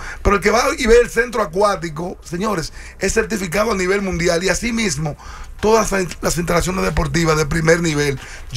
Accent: Dominican Republic; Somos comparones los dominicanos.

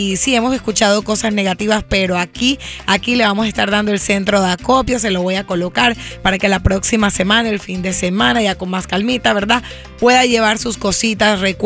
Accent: Colombia; Hoy juegan mi tierrita, Colombia.

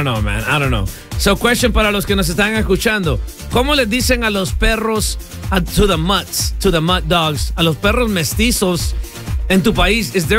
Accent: El Salvador; Yo soy del West Side, you know what I mean? Yo soy del West Side. It's not like a Salvador is huge, bro. We're small.

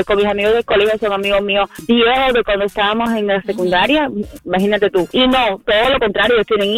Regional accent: Cuba; yo soy cubana

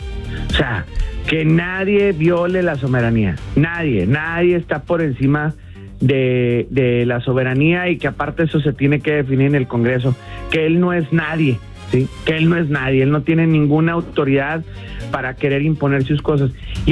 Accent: Mexico; Yo sigo siendo mexicano

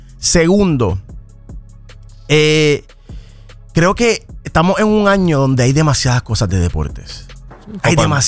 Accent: San Juan, Puerto Rico; Yo soy de Santurce

